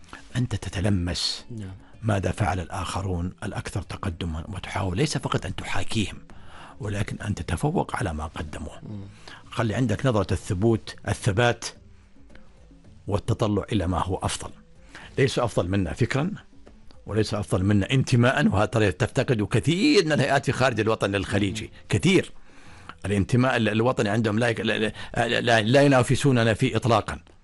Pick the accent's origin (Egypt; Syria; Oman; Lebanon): Oman; أنا أبدع لأني عماني، أنا أبدع لأني خليجي